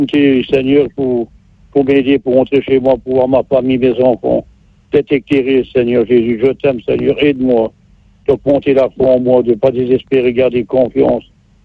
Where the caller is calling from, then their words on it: Bourgogne-Franche-Comté, France; je suis en Haute-Saône